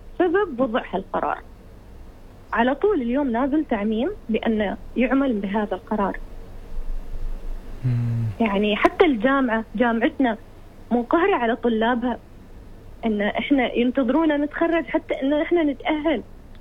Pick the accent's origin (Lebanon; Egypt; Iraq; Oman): Oman; إحنا كعمانيين الحين وإحنا كطلاب